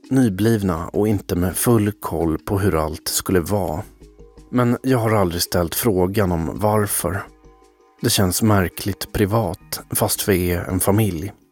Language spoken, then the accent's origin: Swedish; Stockholm, Stockholm County, Sweden; born there; Sen flyttade de till Stockholm där de fick barn. Jag, min syster och vår lillebror.